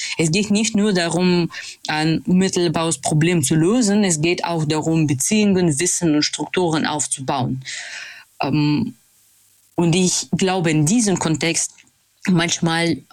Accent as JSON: {"language": "German", "country": "Russia", "second_language": "German", "moved": "yes", "lives_now": "Hamburg, Germany", "said": "Ich komme aus Russland, tatsächlich einer Stadt, das hat eine Vollinvasion, Aggression gegen Ukraine gemacht. Ich lebe jetzt in Hamburg"}